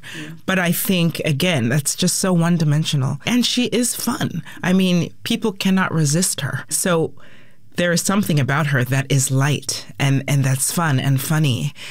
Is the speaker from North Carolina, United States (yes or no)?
no; Lakewood, Washington, United States; I grew up in Lakewood, Tacoma, Pierce County, and I grew up singing in the church choir at LNAME